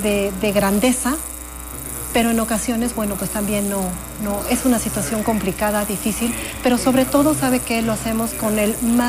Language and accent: Spanish; Mexico; la unión como buenos mexicanos